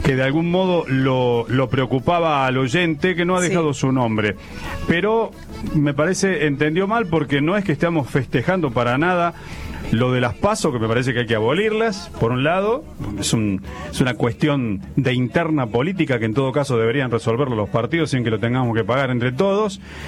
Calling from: Trevelin, Chubut, Argentina; de Trevelin, Chubut.

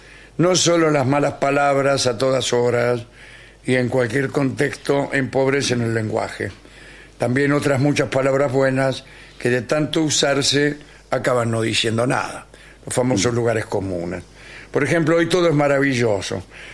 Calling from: Necochea, Buenos Aires Province, Argentina; hola, amigos … de Necochea.

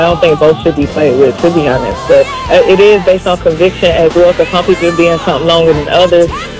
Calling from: Atlanta, Georgia, United States; I'm calling from Atlanta, Georgia.

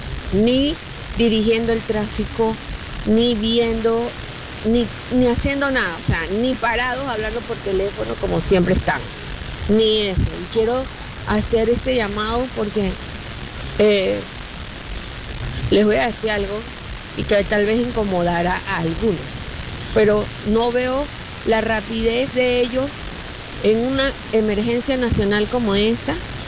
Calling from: Panamá Oeste, Panama; yo trabajo en la ciudad de Panamá, pero vivo en el oeste, en Brisas del Golden Reinhard.

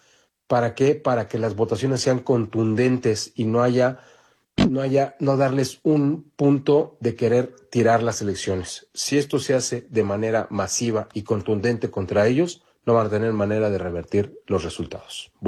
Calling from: Mexico; ¿Qué nos toca a nosotros como mexicanos?

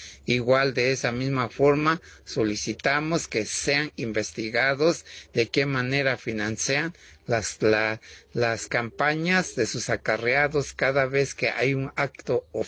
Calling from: Huautla de Jiménez, Oaxaca, Mexico; Huautla de Jiménez.

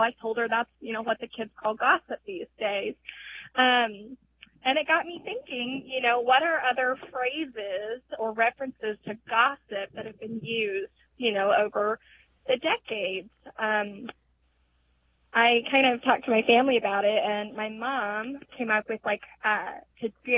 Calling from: Denton, Texas, United States; I'm calling from Denton, Texas.

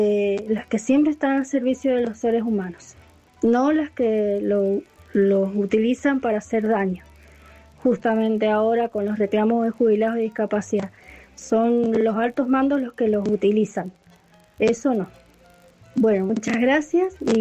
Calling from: Godoy Cruz, Mendoza, Argentina; de Godecruz, Mendoza.

